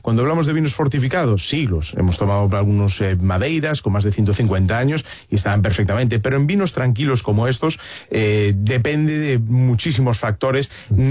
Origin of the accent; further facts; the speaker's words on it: Galicia, Spain; Como buen gallego, depende.